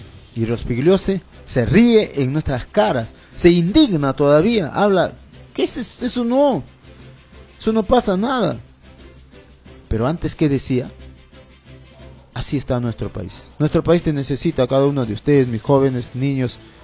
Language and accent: Spanish; Peru; yo lo hablo así fuerte y claro como un peruano.